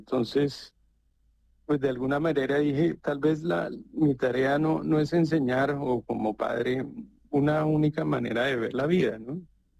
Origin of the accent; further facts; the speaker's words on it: Bogotá, Colombia; Yo soy bogotano, sí